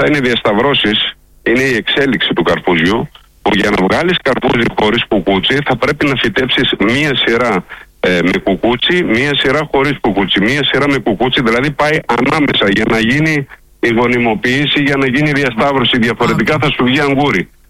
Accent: Nea Agioneri, Central Macedonia, Greece; Η γιορτή αυτή γίνεται στο χωριό μου, το Νέο Αγιονέρι Κηλικής, που βρίσκεται 30 χιλιόμετρα δυτικά της Θεσσαλονίκης. Είμαστε Καπαδόκες και είμαστε εδώ και 100 χρόνια να φυτεύουμε καρπούζια.

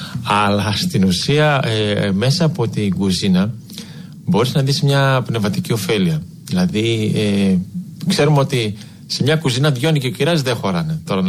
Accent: Mount Athos, Greece; born there; το ότι μεγάλωσα και στο Άγιο Όρος μέσα

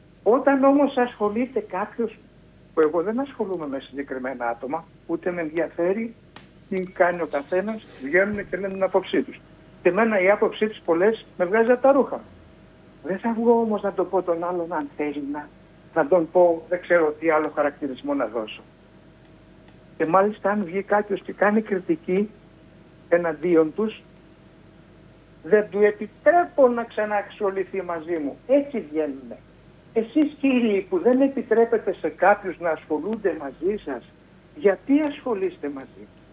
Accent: Greece; Γιατί είμαι Έλληνας.

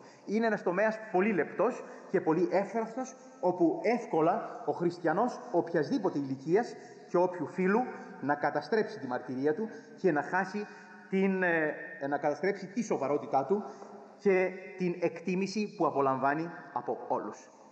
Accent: Greece

